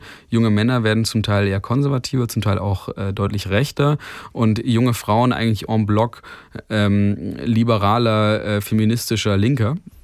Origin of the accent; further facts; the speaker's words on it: Baden-Württemberg, Germany; Also ich komme jetzt aus Baden-Württemberg